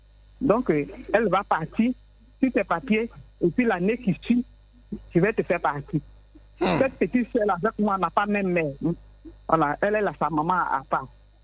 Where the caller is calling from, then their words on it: Abidjan, Côte d’Ivoire; J'appelle de Yopougon Nyangon Nord.